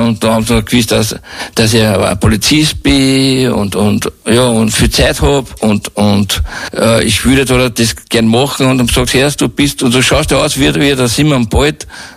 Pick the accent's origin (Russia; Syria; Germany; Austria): Austria; Untermarkersdorf, Lower Austria; also born or lived in Hadres; now in Seefeld-Kadolz, Austria; ich bin geboren bin ich in Untermackersdorf aufgewachsen, in Hagsdorf und jetzt in Seefeld. Also gehört das ganze Pulkertal kennen wir.